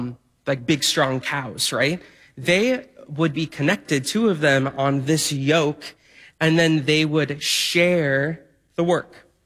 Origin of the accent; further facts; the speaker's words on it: Iowa, United States; I'm from Iowa